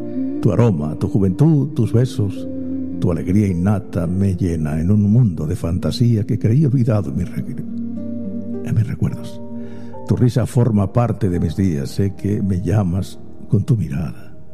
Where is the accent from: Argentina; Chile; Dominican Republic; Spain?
Spain; Me siento español porque soy español y porque amo mi bandera, que por cierto, tan bonita es.